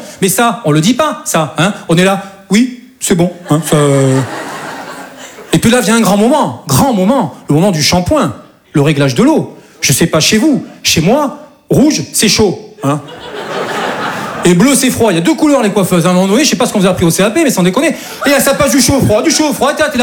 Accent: south of France, France; now in Paris, France; Je dis ça parce que moi, je viens du sud de la France. Et chez nous, c'est un peu plus tranquille, quoi. Et voilà, je suis monté sur Paris, voilà, pour devenir comédien.

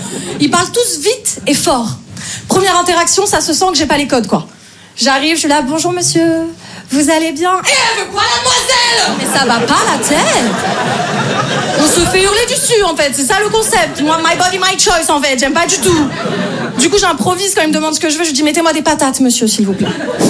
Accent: Paris, Île-de-France, France

